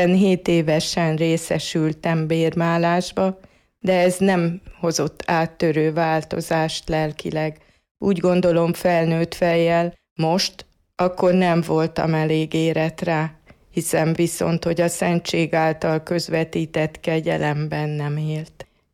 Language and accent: Hungarian; Budapest, Hungary; born there; A 70-es években a 9. kerületben laktunk, és ott jártam általános iskolába